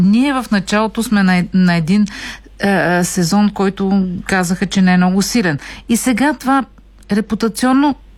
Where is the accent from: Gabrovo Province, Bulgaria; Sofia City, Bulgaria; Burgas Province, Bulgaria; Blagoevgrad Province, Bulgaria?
Burgas Province, Bulgaria; Burgas; Аз съм също от Бургас и имам спомени още от дете, как ние стъпваме на някои такива мазни топчета.